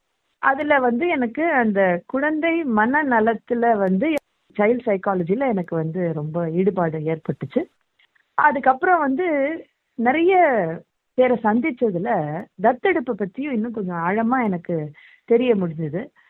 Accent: Chennai, Tamil Nadu, India; நான் சென்னையில் இருக்கேன். பிறந்து வளர்ந்தது எல்லாமே சென்னையில் தான். என்னுடைய பூர்வீகம் பார்த்தீங்கன்னாக்கா எங்கள் அப்பா அம்மாவுடைய பூர்வீகம் தான் சென்னையை விட்டு வெளியில்

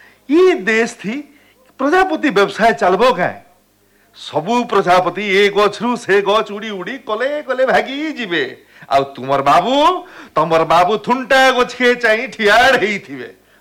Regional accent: Dhuma Bhata, Odisha, India; ମୁଇଁ, ମୋର ଘର ସମ୍ବଲପୁର ଜିଲ୍ଲା ମେଲଛାମୁଣ୍ଡା ଥାନା ଧୁମା ଭଟ ଗାଁ।

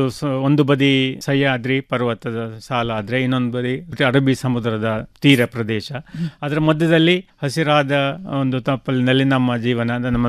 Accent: Ankola, Karnataka, India; ಅವರ ಶಾಲಾ ಕಾಲೇಜಿನಲ್ಲೇ ನಾವು ಕಲಿತು ದೊಡ್ಡವರಾದವರು. ಸೊ ಅಂಥ ಒಂದು ಪುಣ್ಯದ ನೆಲದಲ್ಲಿ ನಾವು ಇರೋದು, ಜನಿಸಿದ್ದು ಎಲ್ಲವೂ ನಮ್ಮ ಭಾಗ್ಯನೇ.

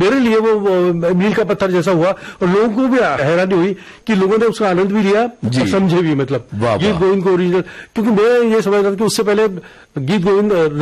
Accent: Jaipur, Rajasthan, India; जयपुर मेरे पूरा खुला मंच था।

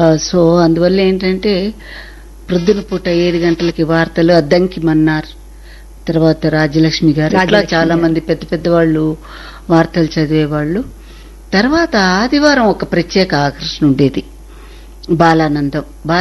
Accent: Vijayawada, Andhra Pradesh, India; also born or lived in Kanchikacherla; నా బాల్యం అంటే నేను పుట్టింది పెరిగింది అంతా విజయవాడ అండి.

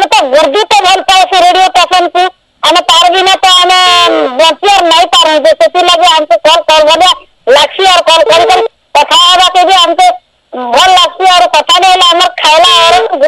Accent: Sima, Odisha, India; ଆମର ଗାଁ ସୀମା ଆମର ପୋଷ୍ଟ କର୍ଲା ଥାନା ଧର୍ମଗର ଜିଲ୍ଲା କଲାହାଣ୍ଡି।

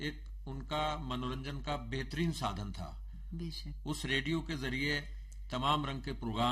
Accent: a village in Rampur district, Uttar Pradesh, India; born there; ہمارا تعلق گاؤں سے ہے

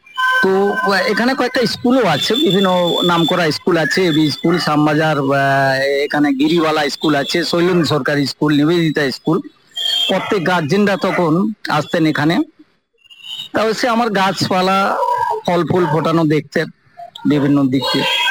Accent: Patharpratima, Sundarbans, West Bengal, India; moved away as an adult; now in Kolkata, India; আমি অ্যাকচুয়ালি সুন্দরবনের ছেলে, পাথর প্রতিমা একটা প্রত্যন্ত গ্রাম আছে সেখানকার আমি ছেলে।

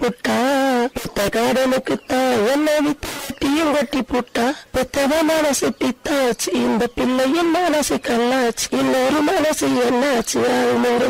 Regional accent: Varusanadu, Tamil Nadu, India; moved away as an adult; now in Kodaikanal area, India; எங்க சொந்த ஊரு வருஷநாடு.

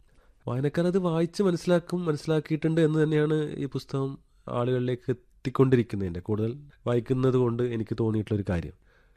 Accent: Kerala, India; born there; അപ്പോൾ എൻ്റെ വീട്ടിൻ്റെ തൊട്ടടുത്ത് റെഡ് സ്റ്റാർ കീക്കാങ്കോട്ട് എന്ന് പറയുന്ന ഒരു ക്ലബ്ബുണ്ട്.

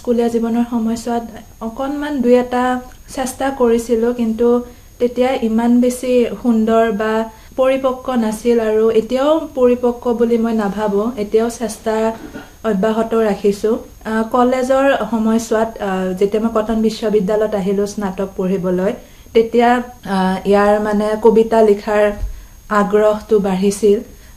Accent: Guwahati, Assam, India; মোৰ জন্ম গুৱাহাটীত হৈছে আৰু শিক্ষাও গুৱাহাটীতে।

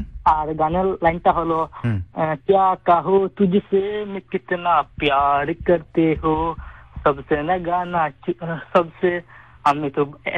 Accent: Badripar, Assam, India; और मेरा गांव का नाम है बद्रीपार डिस्ट्रिक्ट एक्काचार आसाम से।

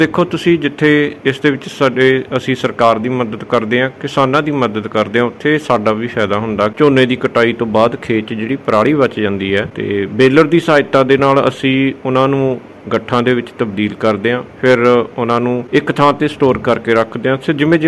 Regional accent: Patiala, Punjab, India; ਮੈਂ ਪਟਿਆਲੇ ਜ਼ਿਲ੍ਹੇ ਦਾ ਰਹਿਣ ਵਾਲਾ

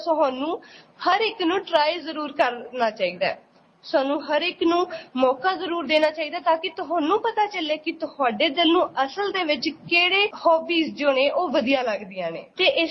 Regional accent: Bathinda, Punjab, India; ਮੈਂ ਬਠਿੰਡਾ ਦੀ ਜੰਮਪਲ ਹਾਂ।

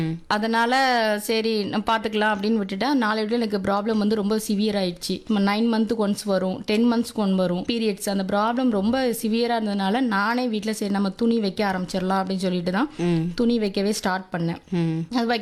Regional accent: Suthamalli, Tamil Nadu, India; திருநெல்வேலி மாவட்டம் சுத்தமல்லி கிராமத்திலிருந்து வரேன்.

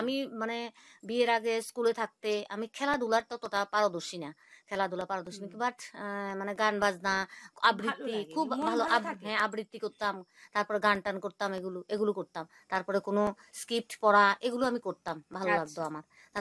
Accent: Kanchannagar, Tripura, India; now in Belonia, India; পড়াশোনা কাঞ্চননগর, আমার বাপের বাড়ি ওইখানে। কাঞ্চননগর স্কুলে আমি পড়াশোনা করেছি, ওইখানে বড় হয়েছি, পড়াশোনা ওইখানে করেছি।

